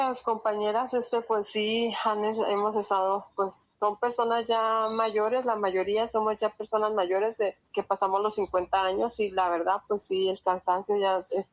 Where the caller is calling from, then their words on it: Tecate, Baja California, Mexico; del colectivo Madres Hasta Encontrarte, Tecate, Baja California.